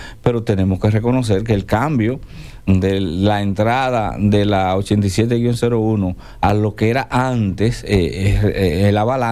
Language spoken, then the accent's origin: Spanish; La Vega, Dominican Republic; Somos de la Vega.